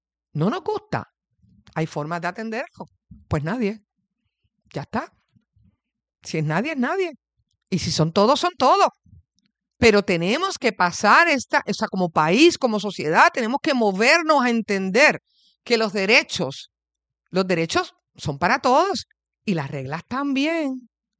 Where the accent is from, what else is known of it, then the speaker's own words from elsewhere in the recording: Mayagüez, Puerto Rico; yo no soy de Manatí, sé que hay … Manatí, no soy de Manatí, soy de Mayagüez … son de Añasco y Cabo Rojo, y bueno, del área oeste.